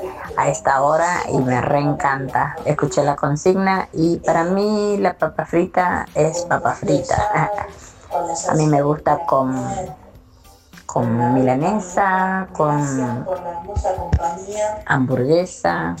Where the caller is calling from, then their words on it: José C. Paz, Buenos Aires Province, Argentina; de José Cepaz.